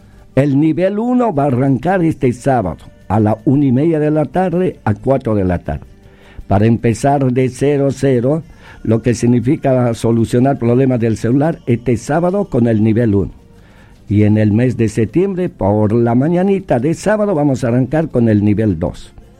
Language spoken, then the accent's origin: Spanish; Bolivia; now in Buenos Aires, Argentina; nosotros como bolivianos